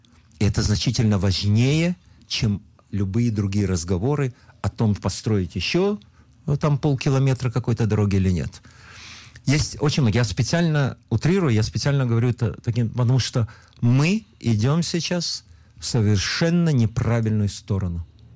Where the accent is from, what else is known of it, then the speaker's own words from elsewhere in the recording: Lviv, Lviv Oblast, Ukraine; born there; moved away; Я приехал из Советского Союза. Из города Львова, там я родился.